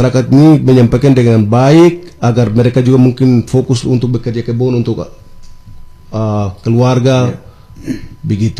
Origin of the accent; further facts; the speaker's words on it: Papua, Indonesia; Jadi kami rata-rata, kami orang Papua atau orang gunung ini